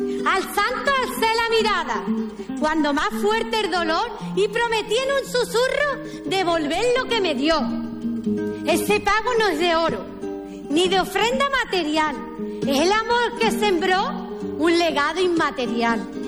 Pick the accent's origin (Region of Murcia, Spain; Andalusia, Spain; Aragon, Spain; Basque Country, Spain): Andalusia, Spain; Cartaya; ¡Viva mi pueblo de Cartaya!